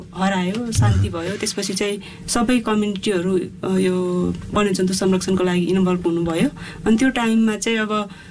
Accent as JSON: {"language": "Nepali", "region": "Lumbini Province", "country": "Nepal", "tie": "born or raised there", "said": "म चाहिँ बर्दियामै जन्मिएर हुर्किएँ"}